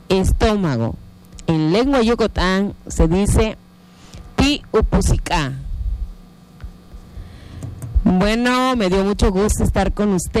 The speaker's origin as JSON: {"language": "Spanish", "country": "Mexico", "said": "lo que nos representa como mexicanos"}